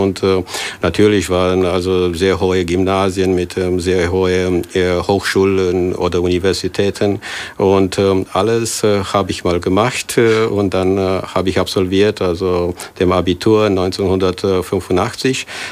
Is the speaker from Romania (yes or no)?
yes; Bucharest, Romania; moved away as an adult; now in Wissen, Germany; 26 Jahre, bis ich nach Deutschland kam, habe ich in Bukarest gelebt, in der großen Metropole mit über 2,5 Millionen Menschen